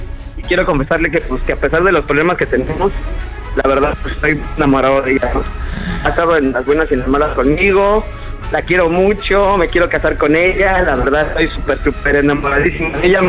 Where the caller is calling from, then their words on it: Mexico City, Mexico; soy de la Ciudad de México.